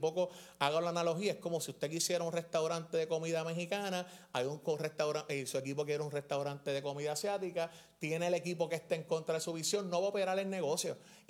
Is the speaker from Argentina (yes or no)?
no; San Juan, Puerto Rico; tú sabes que yo soy de Santurce